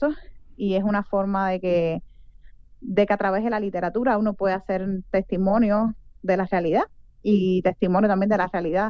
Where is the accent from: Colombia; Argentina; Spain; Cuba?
Cuba; para quienes somos cubanos, para que vivimos allá ya más de 2 años